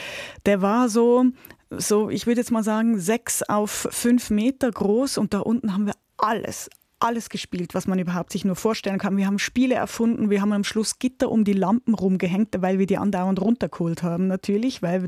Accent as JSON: {"language": "German", "town": "Küsnacht", "region": "Zurich", "country": "Switzerland", "tie": "born or raised there", "said": "ich bin aufgewachsen in Küsnacht, ich habe zwei ältere Brüder und ich bin wirklich sehr sportlich aufgewachsen."}